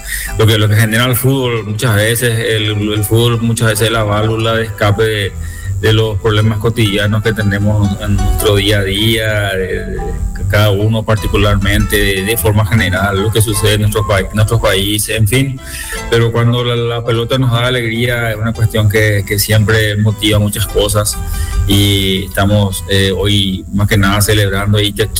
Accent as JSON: {"language": "Spanish", "country": "Paraguay", "moved": "yes", "said": "con todos mis queridos connacionales, con mis compatriotas. Mucho más lo que estamos por afuera de nuestro país"}